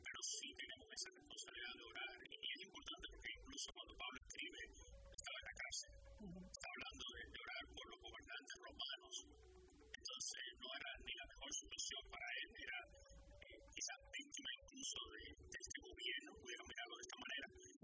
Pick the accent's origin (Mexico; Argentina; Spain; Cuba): Cuba; now in United States; yo digo, soy cubano